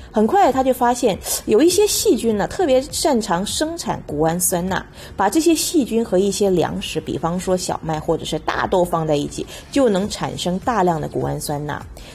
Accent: China; 我们中国人

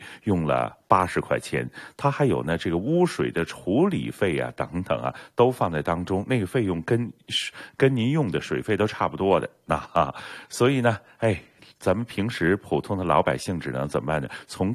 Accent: Toronto, Ontario, Canada

